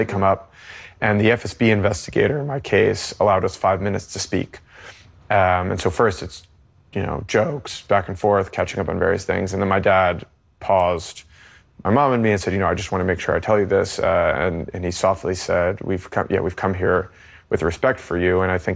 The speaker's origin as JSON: {"language": "English", "country": "United States", "said": "And I'm an American journalist."}